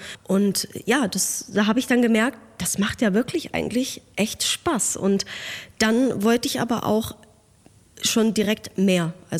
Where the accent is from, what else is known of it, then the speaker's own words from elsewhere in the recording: Hesse, Germany; accent: Hessian dialect; ich bin aus Hessen, ich habe schon echt einen Dialekt